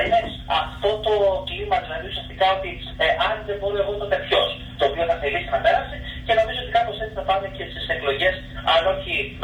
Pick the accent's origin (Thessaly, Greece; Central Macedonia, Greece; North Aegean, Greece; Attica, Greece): Central Macedonia, Greece; Thessaloniki; γιατί είμαι Θεσσαλονίκος και πρέπει να πενέψω την πόλη μου